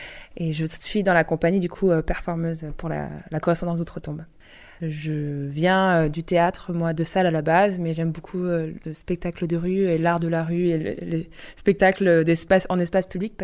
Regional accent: St. Barthélemy; moved away; Moi, je viens d'une petite île des Antilles qui s'appelle Saint-Barthélemy.

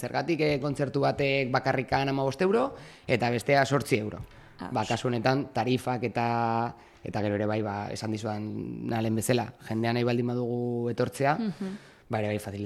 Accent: Irun, Basque Country, Spain; baina Irundarra naiz

